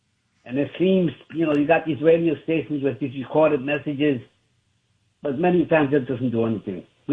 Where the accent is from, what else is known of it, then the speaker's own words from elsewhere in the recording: New York, United States; now in Florida, United States; I'm out here in Florida. I'm originally from New York.